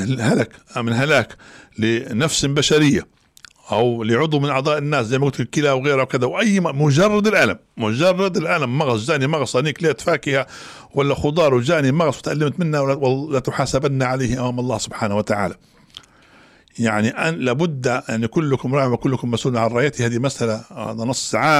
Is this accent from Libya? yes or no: yes; Libya; وإحنا كنا كليبيين